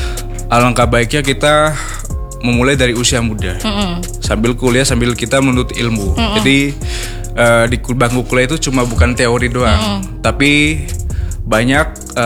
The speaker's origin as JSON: {"language": "Indonesian", "town": "Indramayu", "region": "West Java", "country": "Indonesia", "said": "Asal daerah saya itu dari Kabupaten Indramayu."}